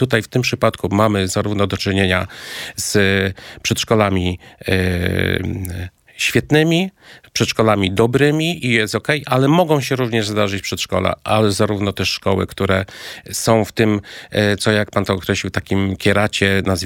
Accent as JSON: {"language": "Polish", "town": "Kraków", "region": "Lesser Poland", "country": "Poland", "said": "Hucialinem. Z Nowej nawet. Huty, tak."}